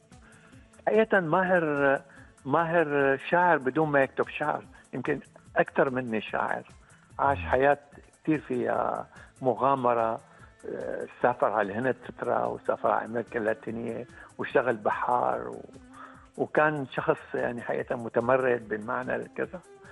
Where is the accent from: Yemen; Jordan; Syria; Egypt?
Syria; Latakia, Latakia Governorate; طبعا مدينتي اللاذقية مدينة أنا يعني بقول ممكن بقول انصلبت عليها وانتميت لها